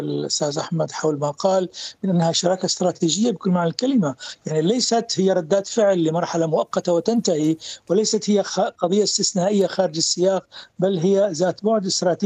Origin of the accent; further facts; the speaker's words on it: Syria; نحن كسوريين